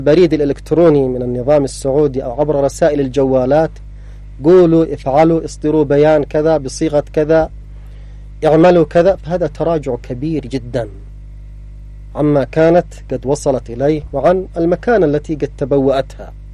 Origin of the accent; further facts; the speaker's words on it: Yemen; عندنا في اليمن